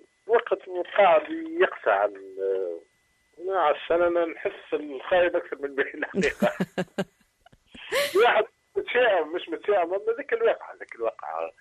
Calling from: Mahdia, Mahdia Governorate, Tunisia

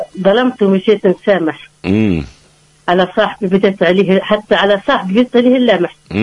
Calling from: Ben Gardane, Medenine, Tunisia; بن قردان.

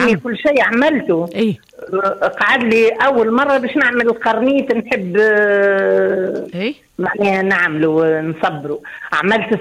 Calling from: Jemmal, Monastir Governorate, Tunisia

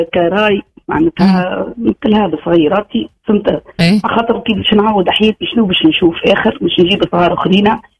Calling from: Sfax, Sfax Governorate, Tunisia; من سفاقس.

